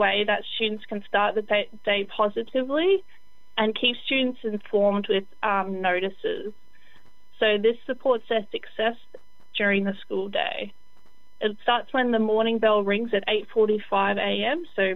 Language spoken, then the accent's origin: English; Redcliffe, Queensland, Australia; moved away as an adult; now in Thursday Island, Australia; I'm originally from Redcliffs in North Brisbane, so Dolphins country down there.